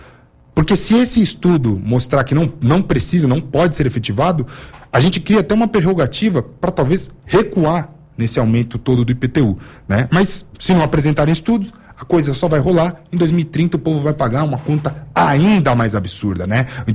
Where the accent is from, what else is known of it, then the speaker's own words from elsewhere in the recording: São Paulo, Brazil; Eu sou de São Paulo